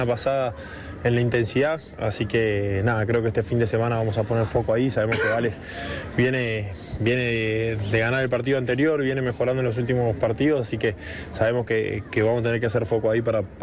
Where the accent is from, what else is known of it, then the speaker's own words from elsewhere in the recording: Mendoza, Argentina; moved away as an adult; Cuando era chico jugaba en el Mendoza Rugby